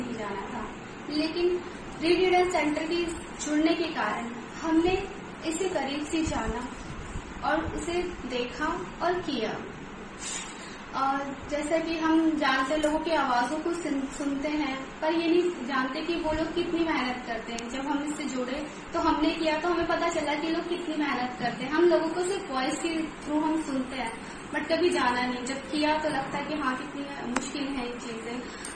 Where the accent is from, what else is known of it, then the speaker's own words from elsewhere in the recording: Delhi, India; नमस्कार दोस्तों … और मैं दिल्ली से हूँ।